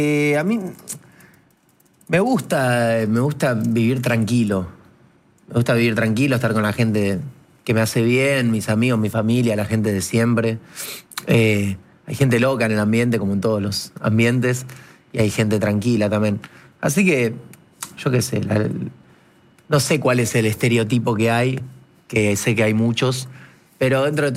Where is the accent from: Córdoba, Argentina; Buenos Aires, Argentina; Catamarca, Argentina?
Buenos Aires, Argentina; soy acá. Nací acá y me crié acá y por el momento no me pienso ir.